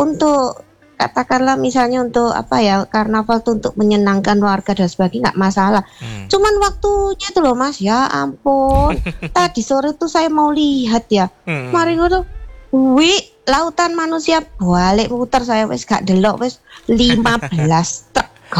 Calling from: Surabaya, East Java, Indonesia; bagi saya kan orang Surabaya ya.

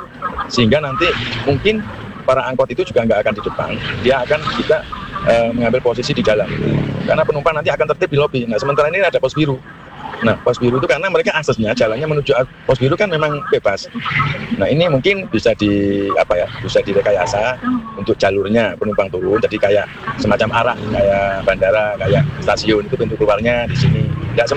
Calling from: Malang, East Java, Indonesia; Saya hanya sebagai warga Kota Malang wilayah Arjosari

